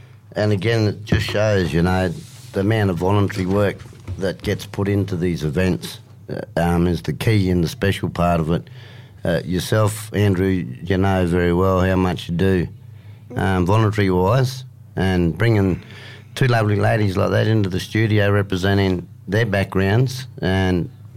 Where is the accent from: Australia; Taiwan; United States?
Australia; being on our own country, being Australian